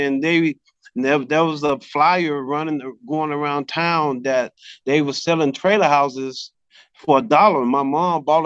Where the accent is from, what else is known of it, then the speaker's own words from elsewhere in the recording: Jonestown, Mississippi, United States; I'm from Jonestown, Mississippi, a population of 1,000 people. Jonestown is approximately an hour south of Memphis, Tennessee.